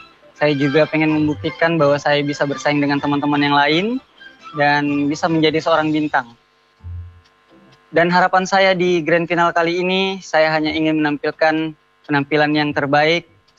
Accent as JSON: {"language": "Indonesian", "town": "Makassar", "region": "South Sulawesi", "country": "Indonesia", "tie": "born there", "said": "kota kelahiran saya Makassar"}